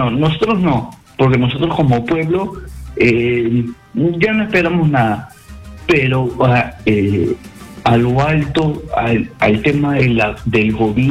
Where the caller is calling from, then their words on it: Lima, Peru; de San Martín de Porres.